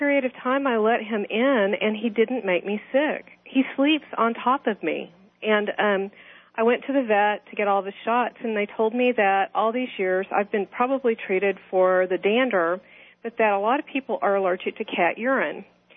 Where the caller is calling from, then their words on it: San Antonio, Texas, United States; calling from San Antonio.